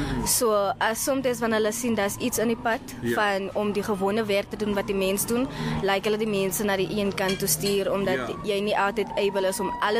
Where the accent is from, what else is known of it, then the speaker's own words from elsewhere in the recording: Macassar, Western Cape, South Africa; Ek is van Makassa in die Kaapstad.